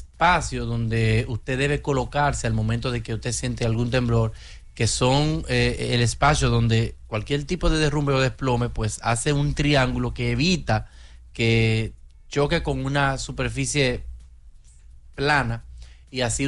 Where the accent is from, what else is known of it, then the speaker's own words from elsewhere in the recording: Dominican Republic; nosotros como dominicanos